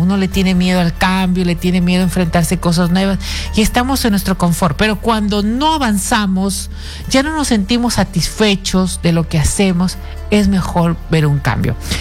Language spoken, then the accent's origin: Spanish; Chiclayo, Lambayeque, Peru; Uy, un beso grande para mi ciudad de Chiclayo, hermosa ciudad de Chiclayo.